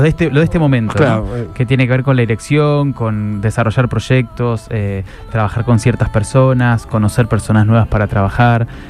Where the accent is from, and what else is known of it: Argentina